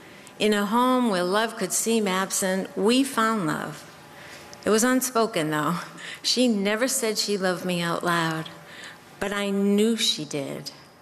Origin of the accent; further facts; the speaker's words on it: Melrose, Massachusetts, United States; And we grew up here in Melrose.